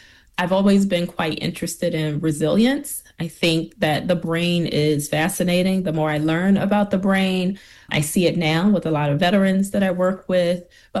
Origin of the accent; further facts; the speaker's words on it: Washington, District of Columbia, United States; I grew up in Washington, D.C., in sort of like the outskirts, the border of Northeast D.C. and Prince George's County.